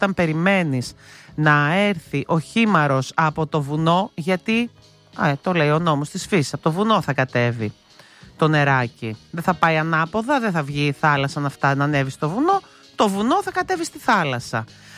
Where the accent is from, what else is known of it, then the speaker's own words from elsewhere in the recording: Palairos, West Greece, Greece; στο χωριό μου, στην Πάλερο